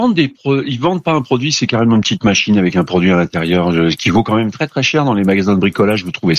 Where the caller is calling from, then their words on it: Clermont-Ferrand, Auvergne-Rhône-Alpes, France; moi je suis sur Clermont-Ferrand